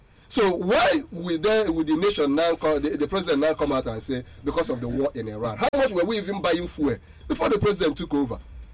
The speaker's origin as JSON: {"language": "English", "country": "Nigeria", "said": "as a Nigerian"}